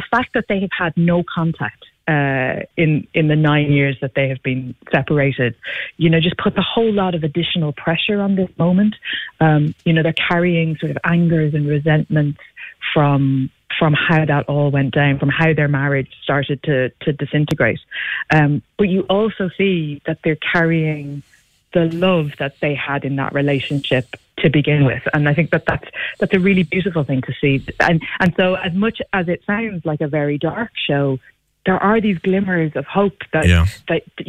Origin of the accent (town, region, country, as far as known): Ireland